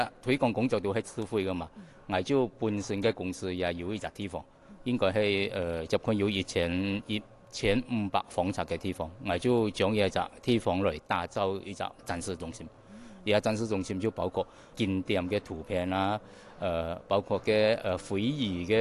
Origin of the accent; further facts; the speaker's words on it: Malaysia; 仲有我哋马来西亚人识款喜欢系一样东西，客家酿酒。